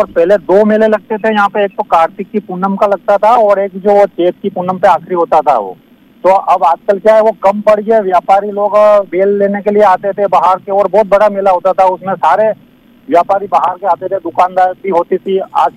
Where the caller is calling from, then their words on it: Agar Malwa district, Madhya Pradesh, India; ग्राम बापसिया, जिला आगर मालवा से बोल रहा हूँ।